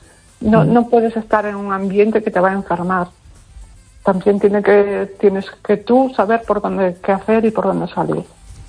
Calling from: Pontevedra, Galicia, Spain; de Pontevedra.

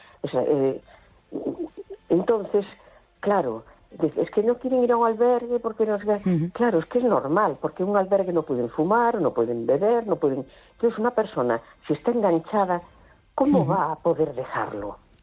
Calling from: A Coruña, Galicia, Spain; Hola, buenas noches. … de La Coruña.

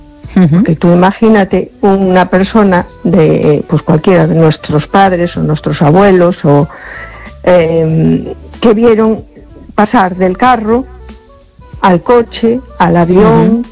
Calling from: A Coruña, Galicia, Spain; de Coruña.

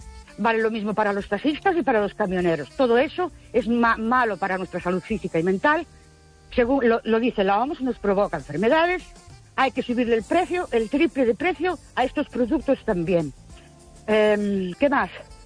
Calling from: Ourense, Galicia, Spain; de Orense otra vez.

